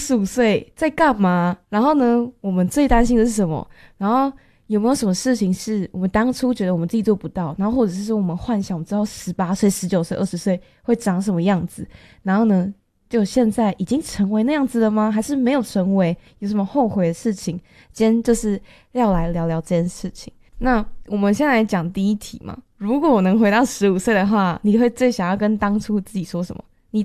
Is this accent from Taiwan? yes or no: yes; Taiwan; 虽然说我也在台湾长大，我也是非常多感触，就是成长到现在19岁